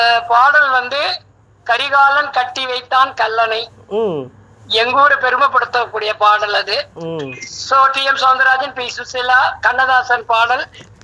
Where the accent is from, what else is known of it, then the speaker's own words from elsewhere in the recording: Tiruchirappalli, Tamil Nadu, India; now in Chennai, India; என் சொந்த ஊர் திருச்சிராப்பள்ளி ஐயா